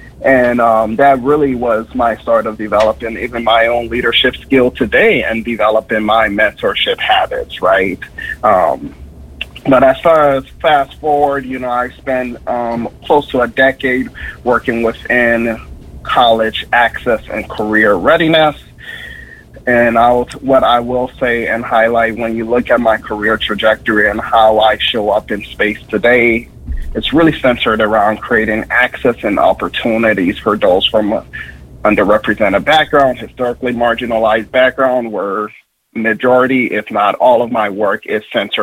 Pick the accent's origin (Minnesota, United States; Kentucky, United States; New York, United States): Minnesota, United States; also born or lived in Liberia; I am born in Liberia, West Africa, came to the U.S. at a fairly young age, right? Reality is I was raised in Minnesota, educated in Minnesota, attended Osseo Senior High